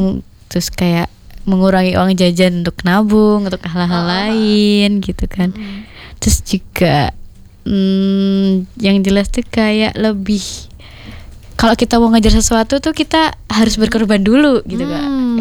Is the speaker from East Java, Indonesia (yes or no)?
yes; Ngawi, East Java, Indonesia; also born or lived in Madiun; Merantau, kan aku asalnya Ngawi nih, Kak. Nah, aku merantau ke Madiun.